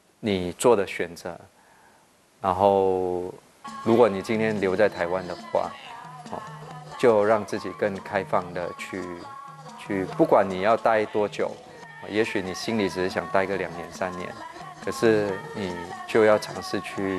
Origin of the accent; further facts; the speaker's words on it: Malaysia; moved away as an adult; now in Taiwan; 台湾的确是我第二个故乡，就是因为我19岁就来台湾嘛，那在这里已经待了20几年，所以其实在台湾生活的时间其实甚至是比我在马来西亚成长的时间还要长。